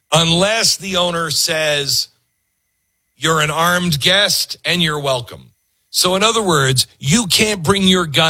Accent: Mount Vernon, Washington, United States; I grew up in Mount Vernon, Washington, about, I don't know, 70 miles north of Seattle.

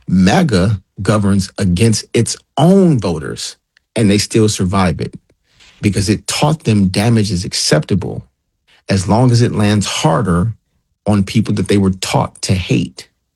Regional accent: Detroit, Michigan, United States; my state, I'm from Detroit

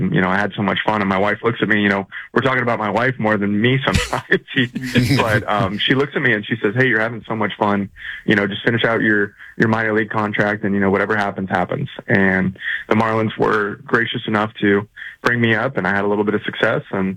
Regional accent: Seattle, Washington, United States; where are you from? And I'm like, Seattle.

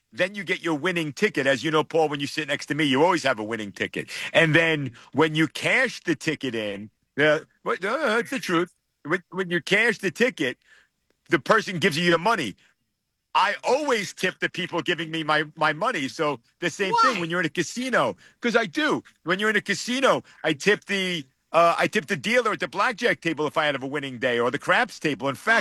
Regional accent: Brooklyn, New York, United States; Wendy, I'm from Brooklyn, Staten Island. We tipped the toll booth collector.

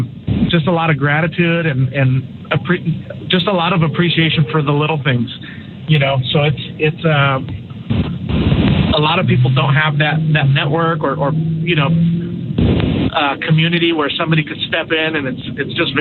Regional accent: Sacramento, California, United States; And I grew up in Sacramento, so I was a Laker fan when the Kings were good

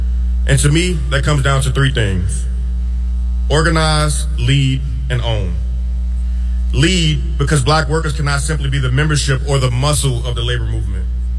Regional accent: Chicago, Illinois, United States; something that I learned growing up on the South Side.

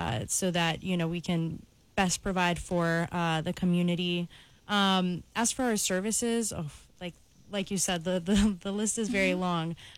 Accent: Virginia, United States; now in Pittsburgh, United States; I'm Latina and I come from a family of immigrants. And my parents, well, I was born and raised in Virginia. We moved up here to Pittsburgh around that time.

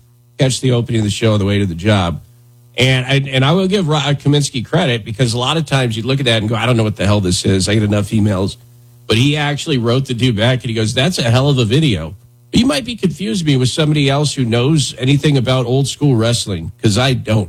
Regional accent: Wyoming, United States; he's in Denver and I'm from Wyoming.

